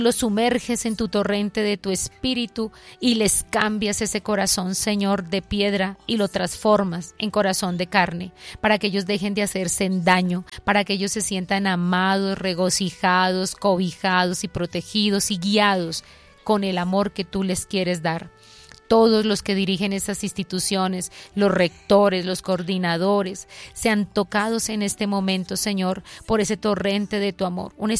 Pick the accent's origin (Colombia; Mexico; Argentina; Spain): Colombia